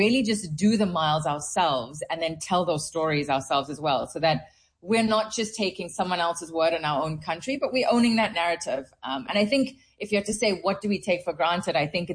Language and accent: English; South Africa; being a South African that's got one foot at home and one foot everywhere else, it really gives me a very unique perspective.